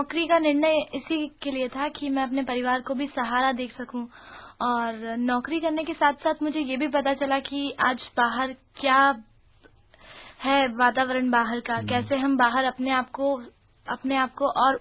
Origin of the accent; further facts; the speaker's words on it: Indore, Madhya Pradesh, India; born there; इंदौर में ही मेरा जन्म हुआ है